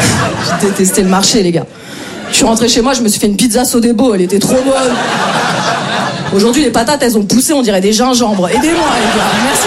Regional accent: Paris, Île-de-France, France

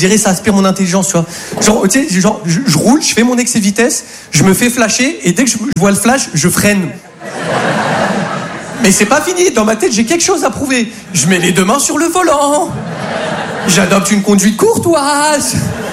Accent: France; Je suis français, moi, ok?

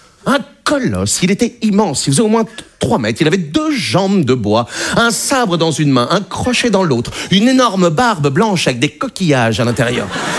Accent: Brittany, France; Mais ça, cette ambiance, c'est parce que je suis breton.

